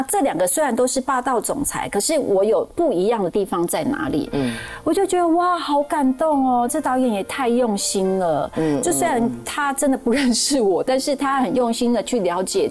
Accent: Tainan, Taiwan; now in Taipei, Taiwan; 因为毕竟我是台南人，虽然在台北生活很久了

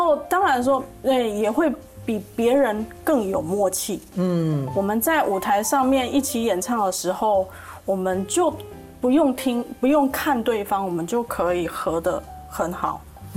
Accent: Taiwan; moved away; 他没看出我是台湾人，他以为我是日本人

